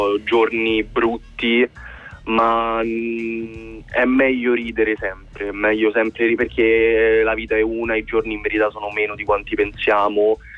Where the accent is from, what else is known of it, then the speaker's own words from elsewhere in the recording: Bosnia & Herzegovina; now in Italy; E naturalmente poi il fatto che io sia bosniaco, italo-bosniac